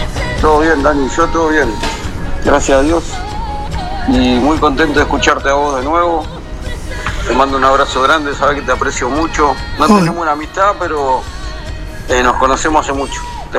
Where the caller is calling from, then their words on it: Timbúes, Santa Fe, Argentina; se corta la radio acá en Timbúes.